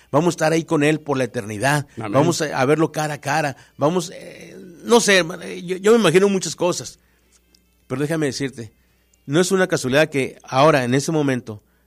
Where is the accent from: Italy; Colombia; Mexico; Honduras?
Mexico; Chihuahua; born there; moved away; also born or lived in Fort Sill, Oklahoma; la ciudad que me vio nacer a mí. Yo nací en Chihuahua.